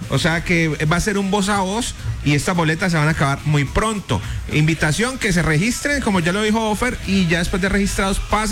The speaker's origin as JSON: {"language": "Spanish", "country": "Colombia", "said": "vamos a pasarla muy bien, unidos como colombianos, apoyando la selección."}